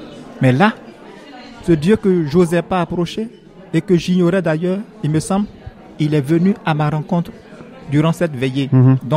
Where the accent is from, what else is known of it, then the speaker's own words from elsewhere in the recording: Côte d’Ivoire; je suis originaire de la Côte d'Ivoire, là, j'ai 36 ans, je suis le fils aîné d'une famille de 7 enfants. Alors, je ne viens pas d'une famille chrétienne